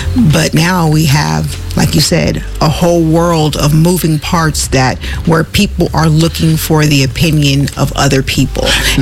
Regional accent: the South, United States; I grew up in the South and my grandmother's fried chicken was the best

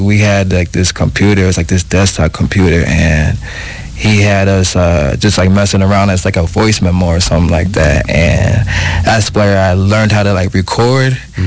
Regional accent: Minneapolis, Minnesota, United States; also born or lived in Providence, Rhode Island; So I was a youngin' when I moved out to Minnesota. So my journey, I'm a Minnesotan.

